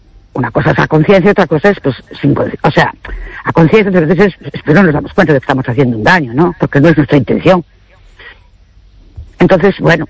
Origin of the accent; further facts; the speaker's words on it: Ourense, Galicia, Spain; Buenas noches … de Orense.